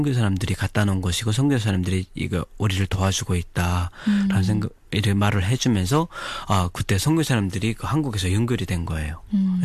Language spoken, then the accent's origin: Korean; North Korea; moved away as an adult